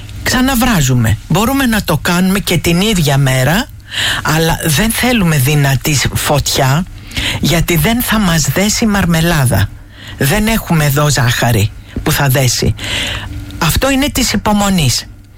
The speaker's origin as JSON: {"language": "Greek", "town": "Kymi", "region": "Central Greece", "country": "Greece", "said": "Αχ, πατριώτησά μου είναι. Από πού είναι, από την Νότια, είμαι από την Κύμη."}